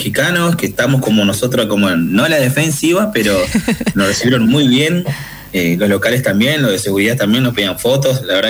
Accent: Concordia, Entre Ríos, Argentina

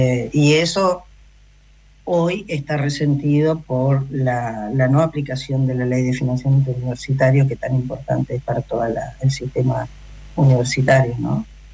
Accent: Rosario, Santa Fe, Argentina; born there; moved away as an adult; also born or lived in Patagonia / Caleta Olivia; now in Santa Cruz, Argentina; Sí, yo soy nacida en Rosario, ahí hice mis primeros estudios de profesorado de matemática y física, Y luego, cuando ya me vine para la Patagonia, ya por el 95, ya he vivido más tiempo en la Patagonia que en Rosario

